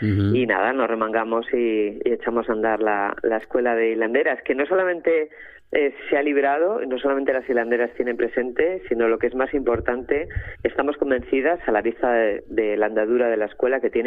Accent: Gijón, Asturias, Spain; now in León, Spain; en León, donde yo resido. Tengo que decir que María y yo somos gijonesas de pro, del barrio del Molinón, para más señas.

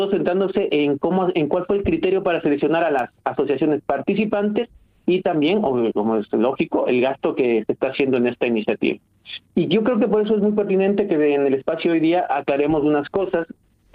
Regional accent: Ecuador; now in Spain; Te lo digo yo, que primero, vengo de Ecuador, la madre de mis hijos es obetense, mis hijos son obetenses y se sienten tan ecuatorianos como españoles.

